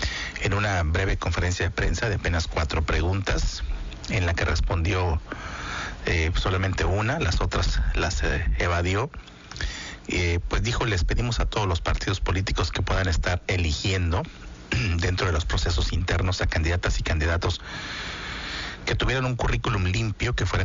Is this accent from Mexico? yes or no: yes; Mexico